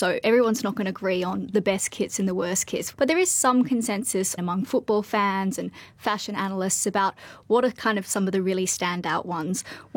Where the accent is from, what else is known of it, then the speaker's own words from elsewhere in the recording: Australia; It pains me to say that as an Aussie.